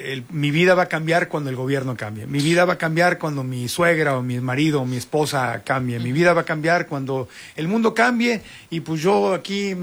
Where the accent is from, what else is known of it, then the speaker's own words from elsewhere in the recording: Tijuana, Baja California, Mexico; moved away; yo nací y crecí en Tijuana